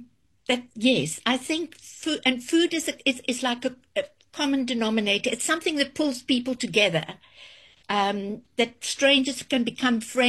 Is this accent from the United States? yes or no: no; Free State, South Africa; also born or lived in Langebaan; it's a cookbook with loads of memories of growing up in the Free State, of living in Langebaan, and I used to open my house for long table lunches.